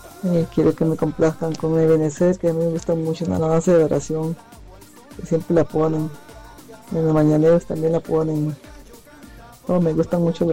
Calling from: Goicoechea, San José, Costa Rica; sintonía de Montelimar, Calle Blanco.

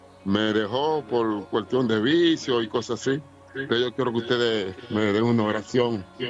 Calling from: La Romana, Dominican Republic; Yo le hablo aquí de La Romana

